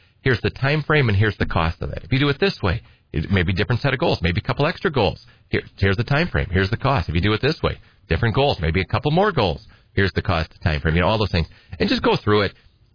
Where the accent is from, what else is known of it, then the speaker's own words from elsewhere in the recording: Edgar, United States; You know, I grew up, I'm from Edgar.